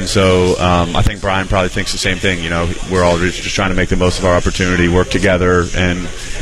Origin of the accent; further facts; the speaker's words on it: Palm Beach County, Florida, United States; I'm from Palm Beach County